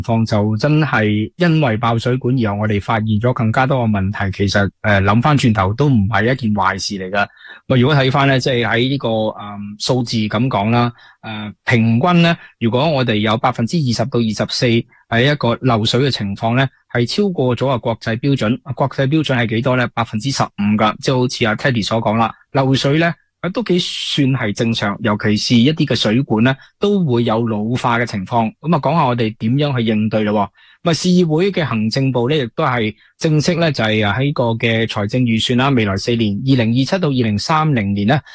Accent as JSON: {"language": "Cantonese", "region": "Guangdong", "country": "China", "said": "我哋系广东人俗语啊，"}